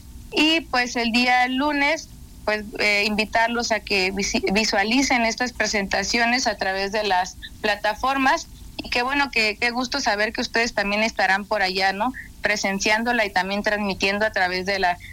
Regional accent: Oaxaca, Mexico; Es el Cerro del Fortín, nuestra máxima fiesta como oaxaqueños.

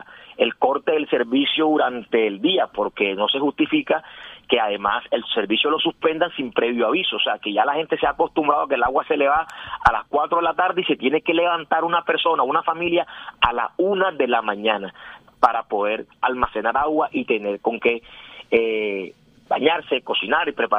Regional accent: Barranquilla, Atlántico, Colombia; nosotros como barranquilleros

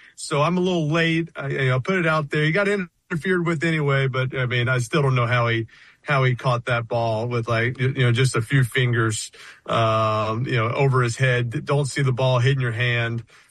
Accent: New Orleans, Louisiana, United States; I mean, I grew up in New Orleans. I knew what a parade was.

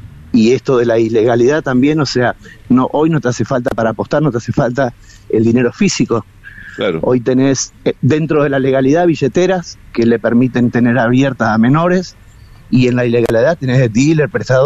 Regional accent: Rosario, Santa Fe, Argentina; somos de Rosario

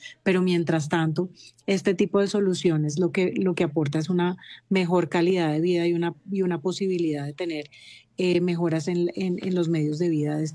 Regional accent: Colombia

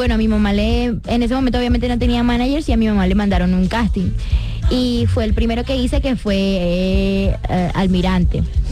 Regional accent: Cartagena, Bolívar, Colombia; accent: costeño; No, yo soy de Cartagena.

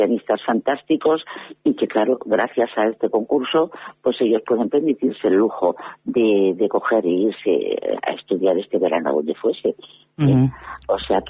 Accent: Linares, Andalusia, Spain; yo soy de Linares y soy linarense por encima de todo. Pero aparte de eso, bueno, pues me encanta la ciudad, tengo aquí familia todavía

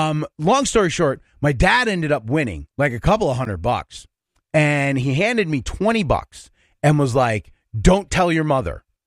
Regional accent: Hudson, New York, United States; moved away; at least the one in Hudson, New York, where I grew up, was this brick building that had like maybe one window.

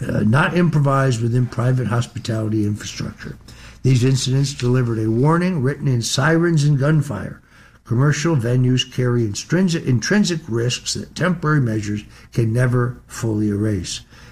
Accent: Connecticut, United States; Senator Chris Murphy of California, of Connecticut, my home state

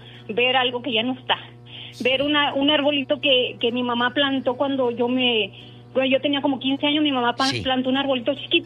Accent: Ciudad Juárez, Chihuahua, Mexico; Mire, yo soy de Ciudad Juárez.

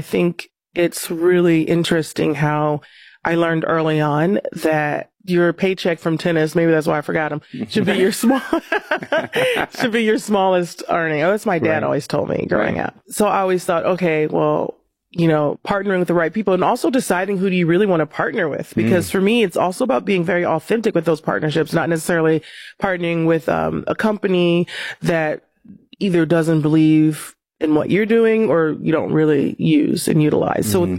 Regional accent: Compton, California, United States; I'm from Compton, California, and I remember playing on these courts and, you know, my life was great.

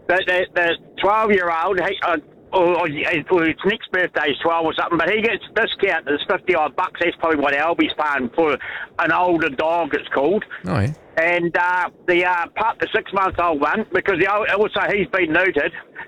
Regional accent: Canterbury, New Zealand; I was actually born and bred in One Eye Cantabrian. And I was brought up in that Brighton area. So I like hearing the old stories from down there.

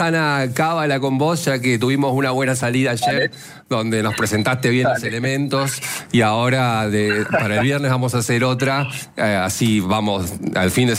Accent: Argentina

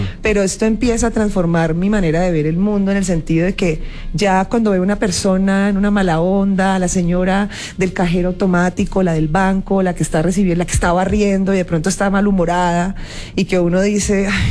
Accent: Cali, Valle del Cauca, Colombia; now in Bogotá, Colombia

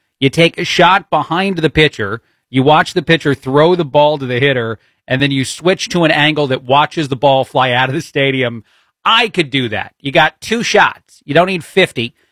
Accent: East Coast, United States; I'm born and raised on the East Coast.

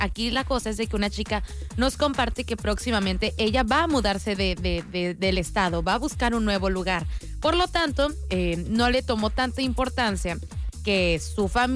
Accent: Tijuana, Baja California, Mexico; Nosotros somos de aquí de Tijuana y solamente somos 10 invitados por parte de ella

